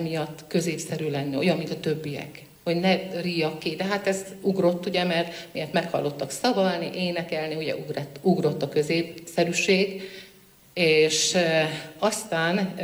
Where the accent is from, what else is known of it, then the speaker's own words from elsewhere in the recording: Békés, Hungary; born there; also born or lived in Heves County, Hungary; gyerekkoromban is éveket itt töltött, illetve éveket Hevesen töltöttünk, mert ott éltünk, de éveket itt Békésen töltöttünk. Másodikos volt, amikor ide költöztünk.